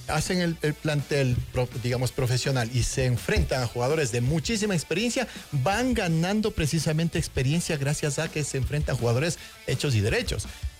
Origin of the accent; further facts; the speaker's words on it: Quito, Pichincha, Ecuador; esto lo digo como muy quiteño y ecuatoriano que me siento.